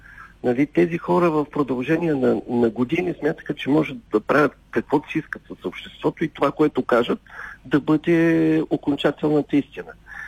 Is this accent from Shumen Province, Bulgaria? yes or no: no; Plovdiv, Plovdiv Province, Bulgaria; На такива хора в моята махала в Пловдив, аз съм израснал в центъра на Пловдив, им казваха типигьози.